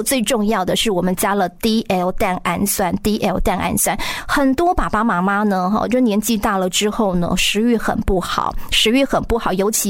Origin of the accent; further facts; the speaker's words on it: Taiwan; 铁呢是我们台湾人第四大缺乏的营养素